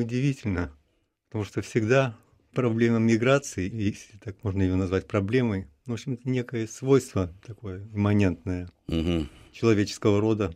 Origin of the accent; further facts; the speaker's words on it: Tambov, Tambov Oblast, Russia; born there; Я родился в Тамбове.